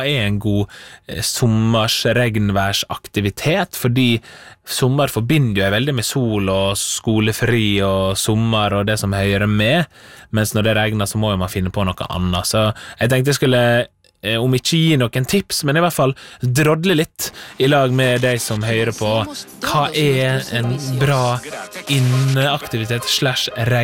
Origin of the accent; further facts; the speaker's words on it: Møre og Romsdal, Norway; moved away; fordi jeg har vært hjemme på Sunnmøre